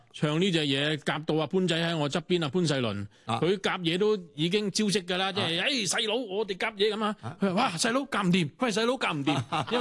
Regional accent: Hong Kong; 我哋香港人

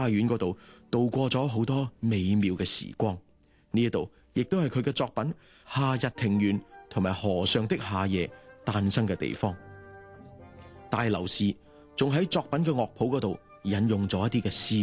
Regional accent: Hong Kong; 作为香港人咧，大家都好鍾意睇楼嘅，

